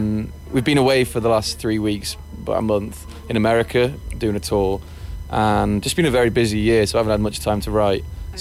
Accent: Wrexham, Wales, United Kingdom; this guy found out I was from Wrexham and ended up buying me a pint, being like, oh my God, he's from Wrexham. And it's so strange to me. You know, it's a tiny little town.

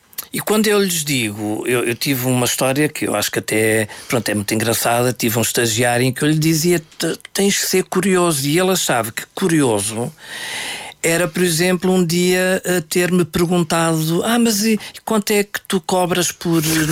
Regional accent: Anadia, Centro, Portugal; born there; Eu nasci na Anadia

